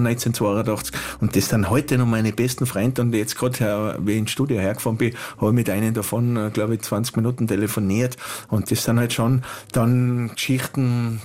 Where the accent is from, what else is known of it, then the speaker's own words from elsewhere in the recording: Wörgl, Tyrol, Austria; moved away as an adult; also born or lived in Navis, Austria / Vienna, Austria; now in Wolfsberg, Austria; Also bin auf dem Bauernhof aufgewachsen in Wörgl, mit einer Vielzahl an Personen, wie es halt ist, so in die 70er Jahren am Bauernhof